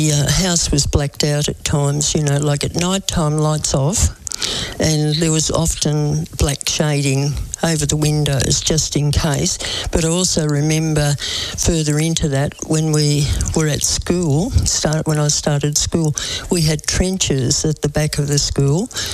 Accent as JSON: {"language": "English", "town": "Albury", "region": "New South Wales", "country": "Australia", "tie": "born there", "said": "I was born in Albury at Chelvey House, which was run by the Mercies on the 1st of the 10th, 1940."}